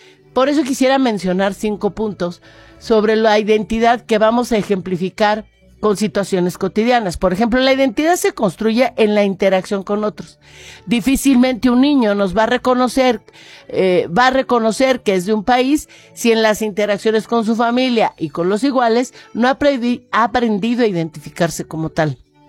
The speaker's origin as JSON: {"language": "Spanish", "region": "Aguascalientes", "country": "Mexico", "tie": "born or raised there", "said": "Yo me acuerdo mucho conforme yo fui creciendo aquí en Aguascalientes"}